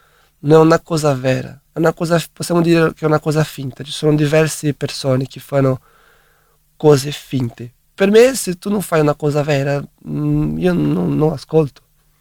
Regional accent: Brazil; Italian is a second language; moved away; Io sono brasiliano

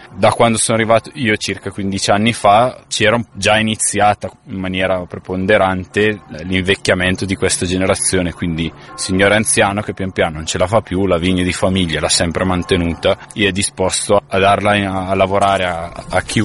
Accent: Bergamo, Lombardy, Italy; now in Valtellina, Italy

